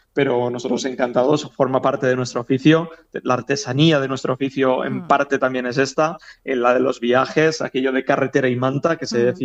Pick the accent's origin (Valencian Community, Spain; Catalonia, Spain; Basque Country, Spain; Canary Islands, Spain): Valencian Community, Spain; Vila-real; Nosotros somos de Villarreal, hemos estado en Sagunt en varias ediciones con otros espectáculos, también en formato itinerante y de calle.